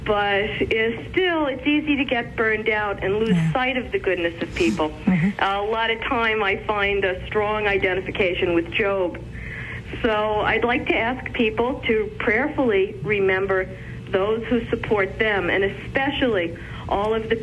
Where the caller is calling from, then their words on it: New Jersey, United States; I'm calling from New Jersey.